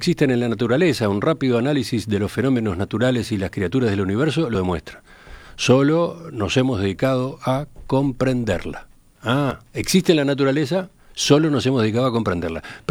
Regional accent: Uruguay; ¿Viste cómo somos los uruguayos?

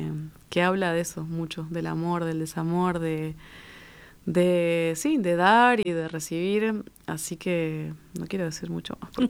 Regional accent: Maldonado, Uruguay; yo soy de Maldonado y fui con el liceo

